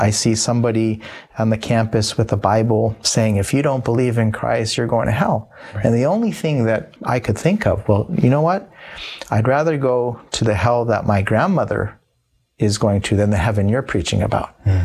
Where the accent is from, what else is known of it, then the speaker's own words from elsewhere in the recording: Tempe, Arizona, United States; also born or lived in Iowa; growing up in Tempe, Arizona, to two parents who are highly educated, one with a PhD, the other everything but a PhD